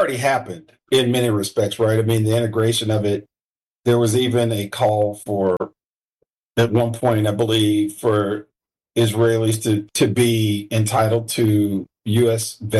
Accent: United States; It's telling us something as American citizens.

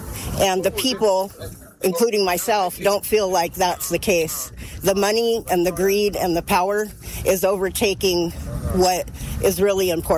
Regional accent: Santa Ynez, California, United States; I'm from the Chumash and Kuya tribes of Southern California from San Ynez Reservation.

